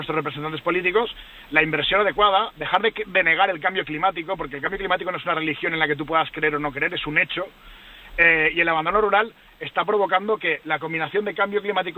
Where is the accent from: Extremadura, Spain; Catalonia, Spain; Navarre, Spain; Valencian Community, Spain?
Valencian Community, Spain; Valencia; pero yo, por ejemplo, soy de Valencia y en mi tierra hay muy poquitas empresas que se dediquen a obra forestal